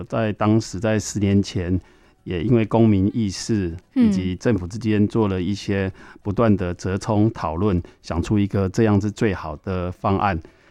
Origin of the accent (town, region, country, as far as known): Taiwan